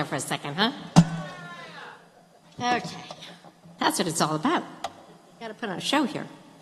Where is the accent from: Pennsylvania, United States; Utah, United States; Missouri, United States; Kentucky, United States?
Missouri, United States; St. Louis; my best girlfriend growing up in St. Louis.